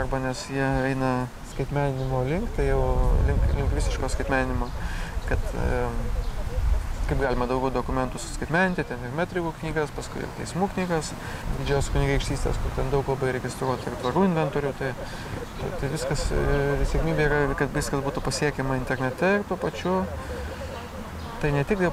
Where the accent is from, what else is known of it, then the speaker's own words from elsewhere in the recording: Aukštaitija, Lithuania; aš daugiau rytų Lietuvą ir tą savo gimtąjį kraštą ir galbūt gimtąjį regioną taip nagrinėjau. Tai Aukštaitija.